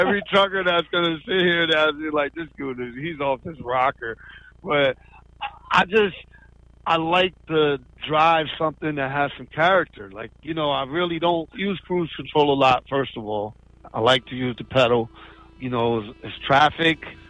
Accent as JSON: {"language": "English", "region": "New York", "country": "United States", "tie": "born or raised there", "said": "Born and raised in New York."}